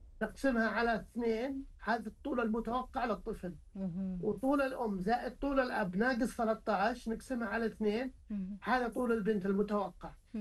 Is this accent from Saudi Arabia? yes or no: yes; Saudi Arabia; عندنا في المملكه هنا